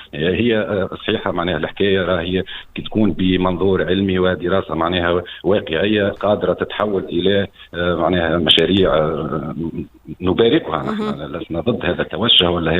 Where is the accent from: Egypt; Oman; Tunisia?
Tunisia; North West Tunisia; أنا أصلي من الشمال الغربي في كبرت